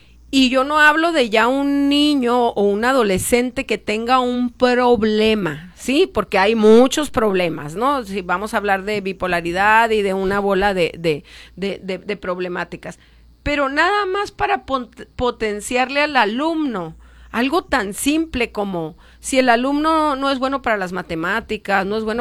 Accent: Mexico; ¿Y qué nos está pasando como sociedad mexicana?

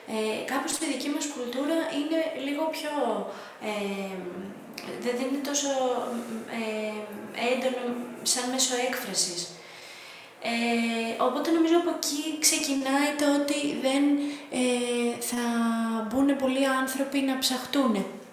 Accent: Greece; μεγαλώσαμε στην Ελλάδα με αυτό.

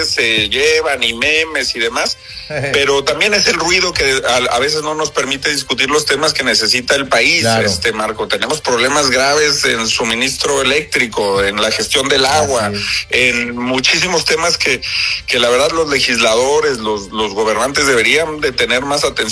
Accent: Mexico; deberíamos como mexicanos de pedirle explicaciones a las fiscalías, a las autoridades.

